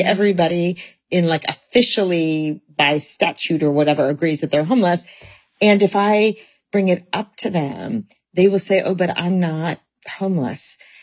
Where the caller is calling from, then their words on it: California, United States; I'm calling in from the Bay Area, and here, like in most of California and the West Coast